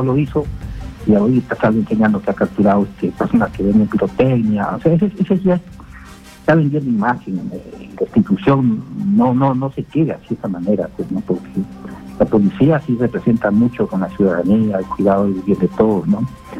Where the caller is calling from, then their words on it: Lima, Peru; yo llamo Santiago de Surco.